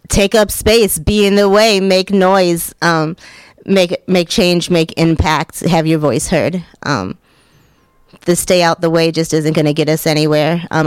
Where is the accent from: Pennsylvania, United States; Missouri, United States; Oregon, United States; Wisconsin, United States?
Wisconsin, United States; Burlington; also born or lived in Piedras Negras, Mexico; So born in Piedras Negras, Mexico, my family settled in Burlington, Wisconsin.